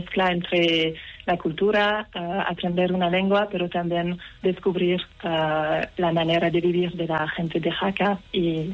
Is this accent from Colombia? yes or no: no; Netherlands; Spanish is a second language